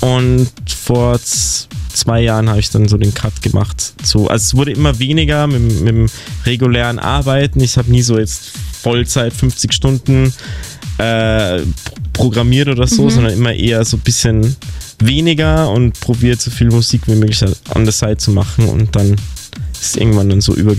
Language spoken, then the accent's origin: German; Tyrol, Austria; now in Berlin, Germany; ich komme ja aus Tirol, Österreich, da ist der Winter, ja, vom Wetter her zumindest um einiges schöner.